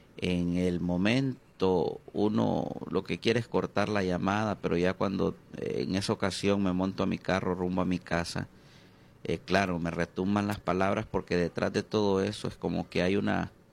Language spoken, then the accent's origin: Spanish; Tegucigalpa, Francisco Morazán, Honduras; Soy originario de Honduras, nací en Tegucigalpa.